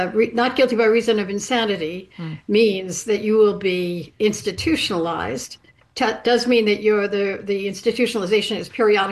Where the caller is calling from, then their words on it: Martha's Vineyard, Massachusetts, United States; Hello, I'm calling you from Martha's Vineyard.